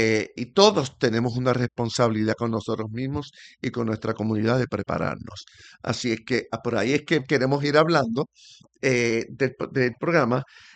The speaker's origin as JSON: {"language": "Spanish", "town": "Mayagüez", "country": "Puerto Rico", "moved": "yes", "lives_now": "Caguas, Puerto Rico", "said": "yo soy del oeste, yo soy de Mayagüez"}